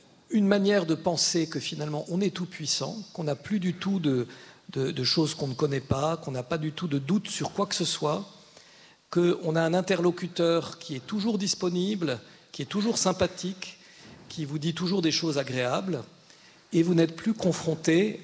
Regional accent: Grand Est, France; now in Bayonne, France; moi je suis alsacien, alors j'y suis sensible aussi à la pluralité des langues, hein, mais je l'ai vu quand je suis arrivé aussi à Bayonne aussi.

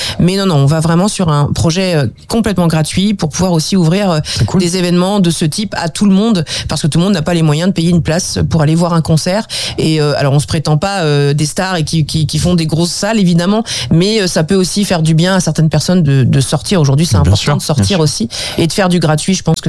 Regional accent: Bernay-en-Champagne, Pays de la Loire, France; on est des enfants de la campagne, on est né ici. Moi je suis de Bernay en Champagne, était né de Vallon-sur-Gers, donc on est vraiment d'ici.

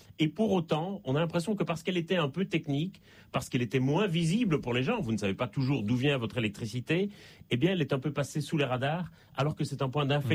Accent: Belgium; now in Paris, France; ça s'entend un peu d'ailleurs à mon accent, je suis en Belgique et je ne suis pas né en France, même si j'habite

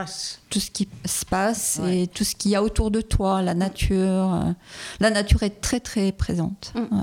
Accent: Occitanie, France; accent: Gers; avec mon accent gercois.

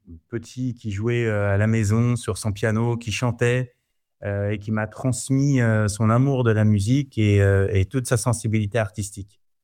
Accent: Paris, Île-de-France, France; Je suis un Parisien, vraiment, je suis fier de l'être.

